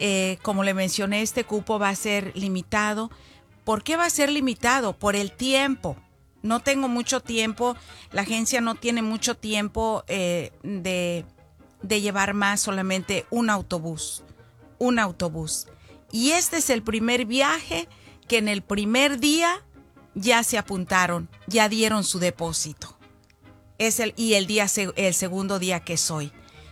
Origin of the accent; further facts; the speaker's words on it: Zacualco de Torres, Jalisco, Mexico; moved away; Los de la Cruz Verde son los de mi barrio, oiga. De allá de mi pueblo, de Zacualco de Torres.